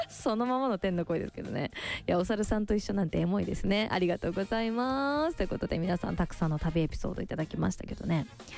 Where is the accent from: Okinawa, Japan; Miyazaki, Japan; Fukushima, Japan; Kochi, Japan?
Miyazaki, Japan; なんか私九州宮崎の出身なんで、やっぱこう海岸線ってすごくなんかこう心地いいというか、まあ、見慣れてる景色だったりするんだけど